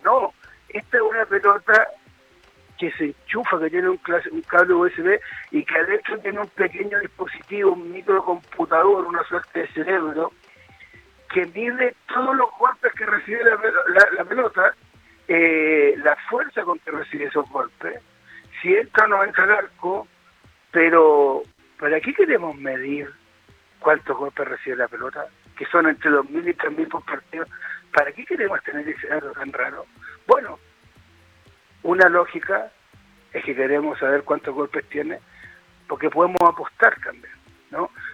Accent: Chile; yo realmente voy a Argentina, muchachos, siendo chileno

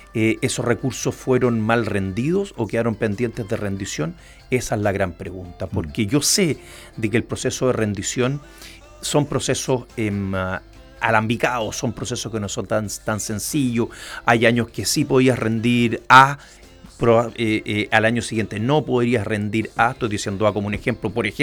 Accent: Viña del Mar, Valparaíso, Chile; now in Llanquihue, Chile; Viña del Mar, de donde yo soy nacido y criado. Es una ciudad que le tengo mucho cariño.

